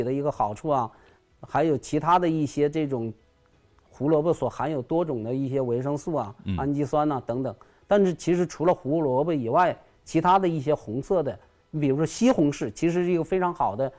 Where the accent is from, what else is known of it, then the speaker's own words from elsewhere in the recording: Hunan, China; 我们湖南人喜欢吃辣的啊，这个是都知道的。